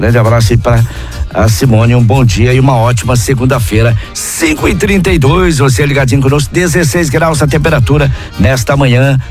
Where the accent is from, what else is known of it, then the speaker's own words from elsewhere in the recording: Bom Retiro, Santa Catarina, Brazil; em Bom Retiro, capital do churrasco, minha terra natal